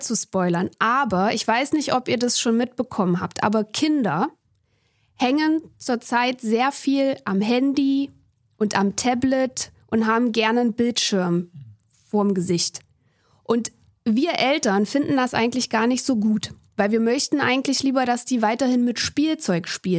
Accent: Thuringia, Germany; born there; now in Berlin, Germany; Ich bin in Thüringen geboren und ziehe wieder zurück nach Thüringen. Das ist in der Mitte Deutschlands. Aber noch wohne ich in Berlin.

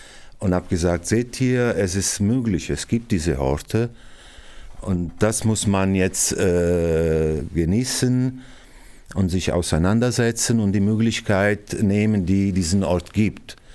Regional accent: Naples, Campania, Italy; German is a second language; moved away as an adult; now in Berlin, Germany; Ich komme aus Italien. Bin schon seit vielen Jahren in Berlin

